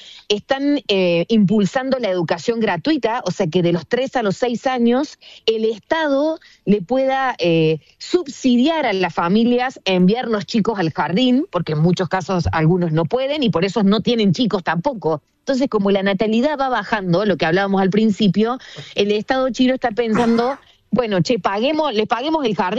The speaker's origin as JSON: {"language": "Spanish", "country": "Argentina"}